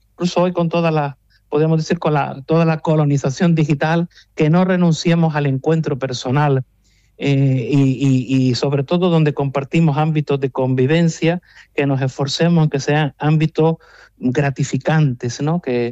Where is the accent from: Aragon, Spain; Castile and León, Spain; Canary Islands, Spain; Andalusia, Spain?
Canary Islands, Spain; Valsequillo de Gran Canaria; ha sido el lugar donde he nacido, me he criado y ha sido una convivencia que la experimento, la valoro muy positivamente y por eso soy muy orgulloso de mi pueblo.